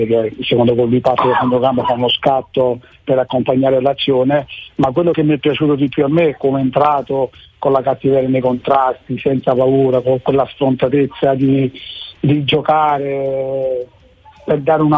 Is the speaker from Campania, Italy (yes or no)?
yes; Naples, Campania, Italy; Da buon napoletani scaramantici che siamo, tocchiamo corno, cornicello, tocchiamo sale.